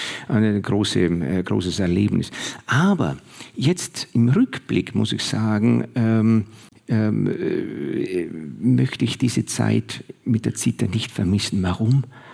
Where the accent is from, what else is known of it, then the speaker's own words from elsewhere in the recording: Vienna, Austria; Aber ich bin in Wien musikalisch aufgewachsen, das möchte ich schon sagen.